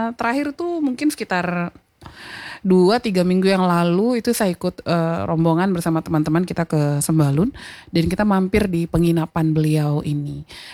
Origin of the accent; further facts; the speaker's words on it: Lombok, West Nusa Tenggara, Indonesia; kita juga warga Lombok